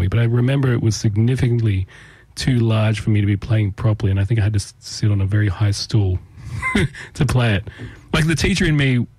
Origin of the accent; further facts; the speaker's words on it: Tamworth, New South Wales, Australia; I grew up in Tamworth, yes.